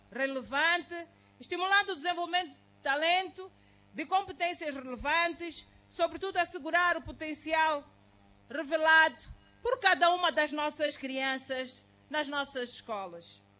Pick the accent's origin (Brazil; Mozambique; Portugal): Mozambique; Isto exige a todos nós, como moçambicanos, a promoção do acesso ao desporto